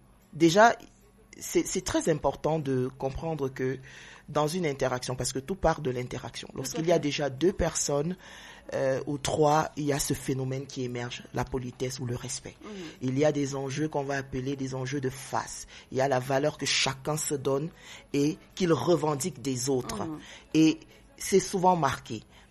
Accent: Cameroon; j'ai envie de parler Fufundi, j'ai envie de parler Maka, parce que je suis camerounaise.

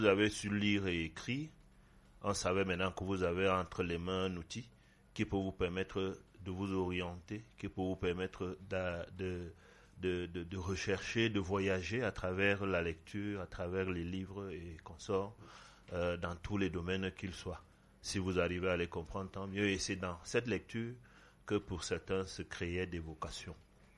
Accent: Yaoundé, Centre, Cameroon; moi j'ai grandi à Yaoundé, toute ma vie où je suis né.

